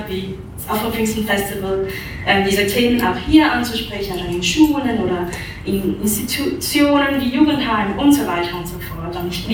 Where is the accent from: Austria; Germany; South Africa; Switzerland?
Switzerland; Zurich; ich bin aus Zürich, ich bin im Zürcher Unterland aufgewachsen, in der Nähe von Winterthur tatsächlich